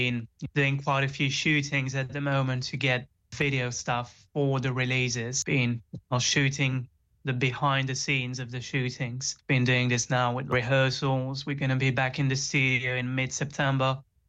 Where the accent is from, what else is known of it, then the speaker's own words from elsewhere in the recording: United Kingdom; And so, as British people, we can either fly to Europe or take the ferry or the train under the sea.